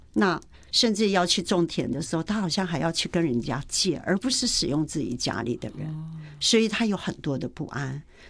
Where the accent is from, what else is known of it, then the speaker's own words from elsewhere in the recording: Taoyuan, Taiwan; also born or lived in Hualien / Zhongli; 也可以说我出生的地方，我就到了桃园居住。所以应该说我真正的成长地方是在桃园，最后的时候可以算是在中壢那一边。